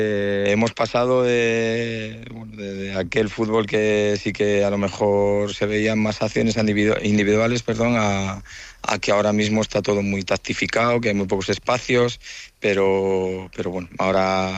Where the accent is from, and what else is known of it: Santander, Cantabria, Spain